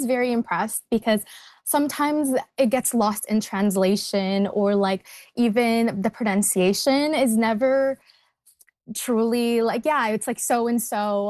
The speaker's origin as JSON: {"language": "English", "country": "Philippines", "tie": "born or raised there", "moved": "yes", "said": "I miss my friends who I grew up with in the Philippines"}